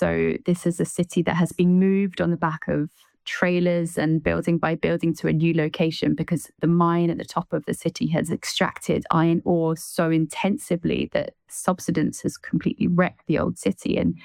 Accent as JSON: {"language": "English", "town": "Glenrothes", "region": "Scotland", "country": "United Kingdom", "tie": "born or raised there", "said": "Glenrothes, my hometown"}